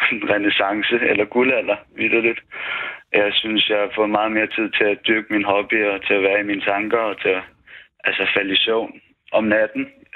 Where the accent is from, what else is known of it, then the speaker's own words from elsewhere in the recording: Capital Region of Denmark, Denmark; accent: Zealand; now in Tingbjerg, Copenhagen, Denmark; jeg ringer fra Tingbjerg. Jeg er vokset op i Rudersdal Kommune